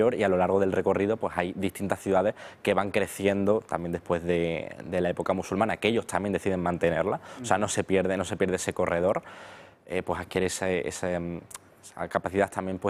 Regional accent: Plasenzuela, Extremadura, Spain; yo soy de un pueblo de la provincia de Cáceres, de Plasencuela, que para acceder a mi pueblo tengo que cruzar por el cruce de las Herrerías, que es justamente uno de los pasos fundamentales de la Ruta de la Plata.

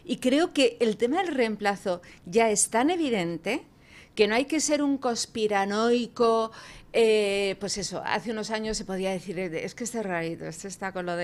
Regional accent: Spain; O sea, es que aunque yo no contribuya, es que si yo he decidido, si, ¿por qué? O sea, es que yo soy española

